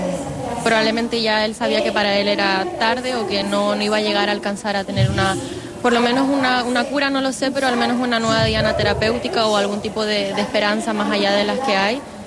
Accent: La Palma, Canary Islands, Spain; En La Palma, sí. Mi familia es chilena, pero nos criamos en La Palma. Mis padres se fueron cuando mi hermano tenía un año y pocos meses, y yo no había nacido, yo nací en La Palma. Y bueno, nos criamos ahí

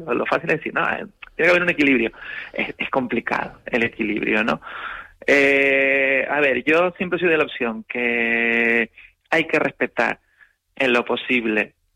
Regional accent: Canary Islands, Spain; soy el único canario

